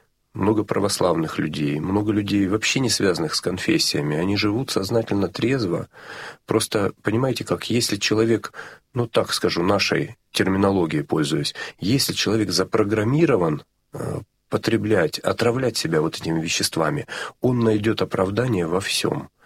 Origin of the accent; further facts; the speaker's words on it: Rostov-on-Don, Rostov Oblast, Russia; also born or lived in Razdorskaya, Rostov Oblast; я вообще из Ростова-на-Дону, а жили мы в области